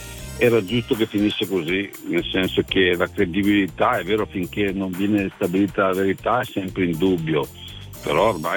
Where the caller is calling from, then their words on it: Bolzano, Trentino-Alto Adige, Italy; Di Bolzano.